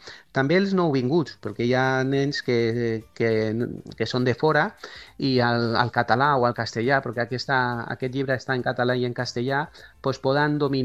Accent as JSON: {"language": "Catalan", "town": "Cornellà de Llobregat", "region": "Catalonia", "country": "Spain", "said": "nosaltres som de Cornellà, de Catalunya"}